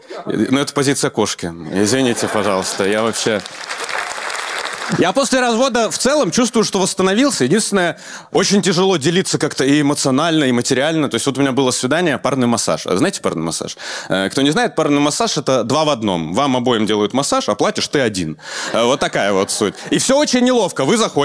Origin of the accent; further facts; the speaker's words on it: Belarus; moved away as an adult; now in Moscow, Russia; мне 35 лет, я из Беларуси, обживаюсь в Москве